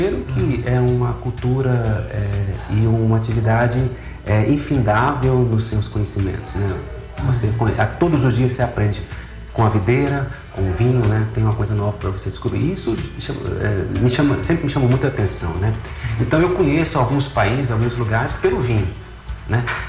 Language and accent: Portuguese; Catalão, Goiás, Brazil; born there; moved away as an adult; now in Brasília, Brazil; Eu nasci em Catalão, Goiás.